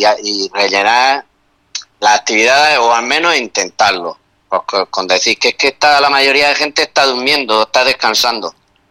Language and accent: Spanish; Spain; los que somos del barrio del Alto Aledo